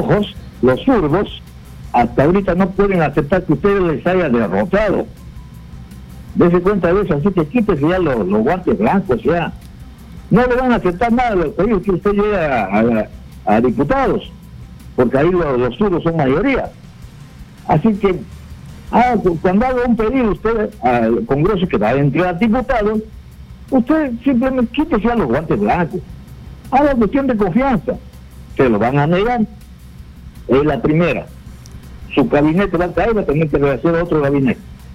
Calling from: Lima, Peru; del centro de Lima.

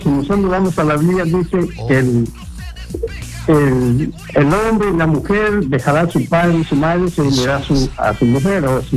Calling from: Chiclayo, Lambayeque, Peru; Llamo desde Chiclayo.

